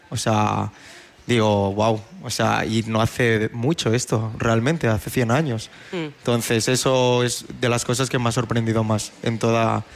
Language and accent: Spanish; Barcelona, Catalonia, Spain; born there; also born or lived in Madrid; yo he estudiado aquí, en Barcelona, desde que pues, yo nací en Madrid, ¿sabes?